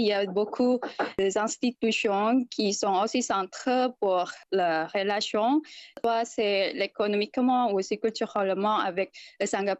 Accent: Batam, Riau Islands, Indonesia; j'ai 24 ans, je viens de l'île de Batam en Indonésie

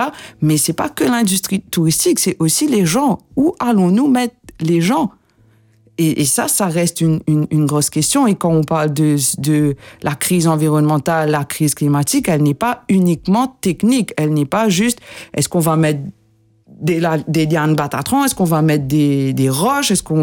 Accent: Mauritius; en tant que peuple, en tant que Mauricien

